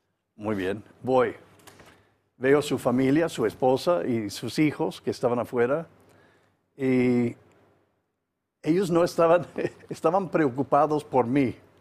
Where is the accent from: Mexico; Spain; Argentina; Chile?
Mexico; moved away; also born or lived in Tepatitlán, Jalisco